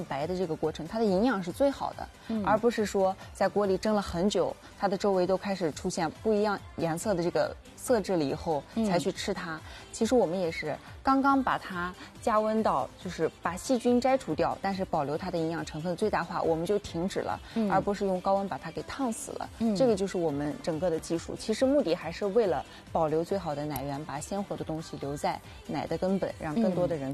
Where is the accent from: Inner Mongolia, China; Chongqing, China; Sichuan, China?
Inner Mongolia, China; Alxa; 那我们阿拉善是在内蒙古的最西边，阿拉善这个地方是被三大沙漠所包围的一个城市。